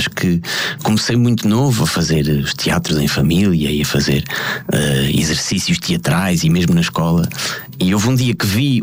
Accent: Ericeira, Lisbon, Portugal; Tive uma infância feliz, pude brincar. Na Ericeira, eu sou da Ericeira e felizmente pudemos viver muito o exterior.

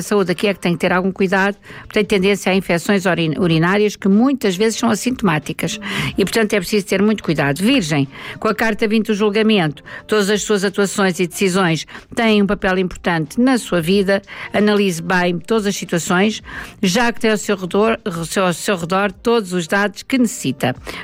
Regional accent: Amadora, Lisbon, Portugal; born there; Eu sou da Percalhota, nasci na Percalhota, mesmo a 500 metros do nosso selecionador nacional, Jorge Jesus.

